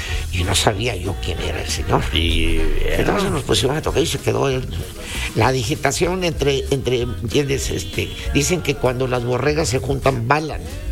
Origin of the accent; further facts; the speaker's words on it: Tamaulipas, Mexico; now in Monterrey, Mexico; Eso pasó en mi pueblo, no Progreso. Yo soy de Veracruz y Progreso, soy un ejido, pero está pegado a Nuevo Progreso, Tamaulipas.